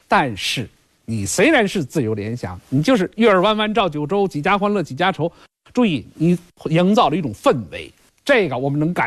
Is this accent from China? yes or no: yes; China; 我们中国人